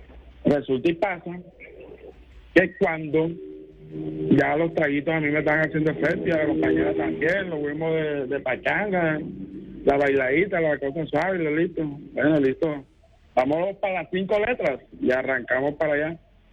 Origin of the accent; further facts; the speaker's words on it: Bolívar, Colombia; O sea, yo vivo acá en Salsal Valle, pero yo soy costeño. Pero en la región momposina.